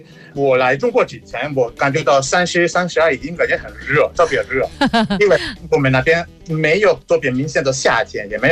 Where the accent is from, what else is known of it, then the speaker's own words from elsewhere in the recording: Caracas, Capital District, Venezuela; Chinese is a second language; moved away as an adult; now in China; 我的家在首都，然后首都的位置可能比较好，没有那么热。